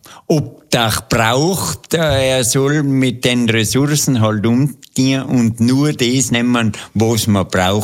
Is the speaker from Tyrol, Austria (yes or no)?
yes; Tyrol, Austria; Meine Heimat.